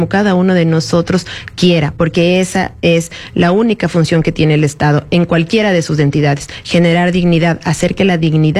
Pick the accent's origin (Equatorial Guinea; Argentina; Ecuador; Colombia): Ecuador; nosotros los ecuatorianos